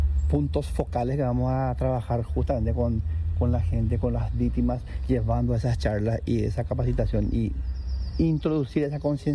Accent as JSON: {"language": "Spanish", "country": "Paraguay", "said": "sabemos, como paraguayo, ¿verdad?, que se recuerda. Más de 2 millones de paraguayos que van a Cacupé"}